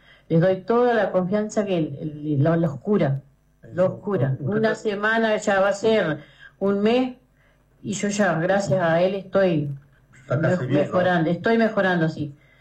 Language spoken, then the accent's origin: Spanish; Villa Constitución, Salto, Uruguay